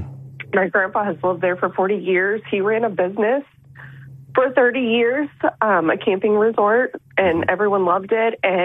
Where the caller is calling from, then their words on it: Hillsboro, Missouri, United States; I'm removed from it. I'm in Hillsboro, Missouri.